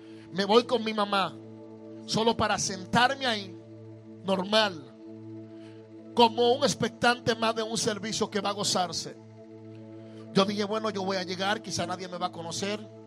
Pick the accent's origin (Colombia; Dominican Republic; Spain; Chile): Dominican Republic; now in Newark, United States; llego a mi país, a República Dominicana, y comienzo a predicar en un sector llamado Capotillo en mi país.